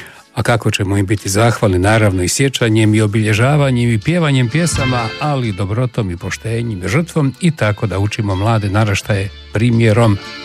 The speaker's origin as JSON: {"language": "Croatian", "region": "Slavonia", "country": "Croatia", "lives_now": "Zagreb, Croatia", "said": "ponovit ću kao Slavonac 40 godina u Zagrebu, zavidim Dalmatincima na puno pjesama"}